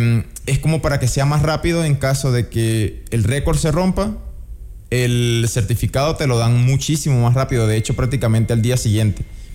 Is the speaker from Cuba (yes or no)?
no; Venezuela; moved away as an adult; now in Baños, Ecuador; yo soy de Venezuela.